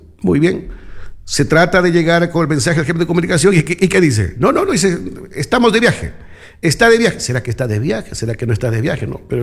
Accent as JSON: {"language": "Spanish", "country": "Ecuador", "said": "aquí hablo en el sector noroccidental y hablo de la parroquia Chuquibamba, mi tierra."}